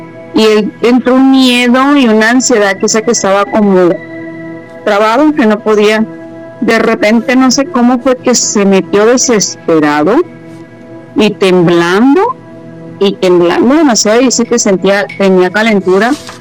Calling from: La Paz, Baja California Sur, Mexico; De La Paz, Baja California Sur.

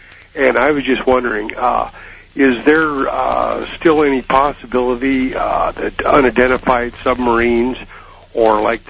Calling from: Iowa City, Iowa, United States; calling from the University of Iowa in Iowa City

